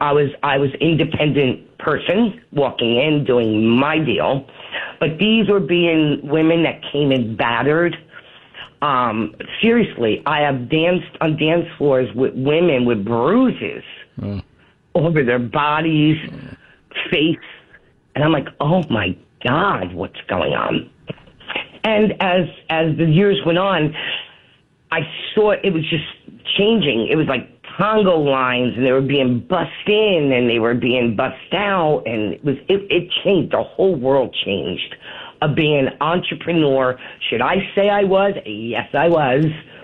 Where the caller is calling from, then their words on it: New Jersey, United States; I'm from New Jersey.